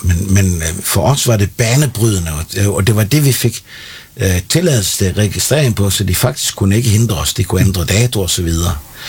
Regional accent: Capital Region of Denmark, Denmark; Altså, jeg er fiskesøn fra Bornholm. Og som dreng så tog jeg også ude i robåden med pilken, ikke?

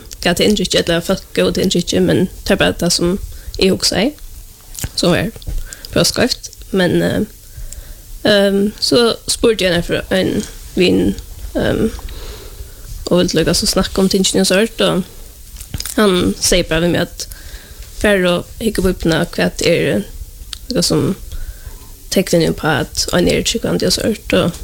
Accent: Klaksvík, Faroe Islands; jeg fra Klaksvik.

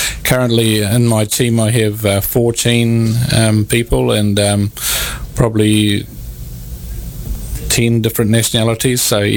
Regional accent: New Zealand; Yeah, I come from New Zealand.

